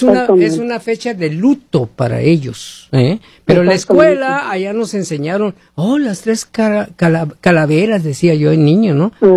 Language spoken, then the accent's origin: Spanish; Mexico; moved away; mi tierra, en México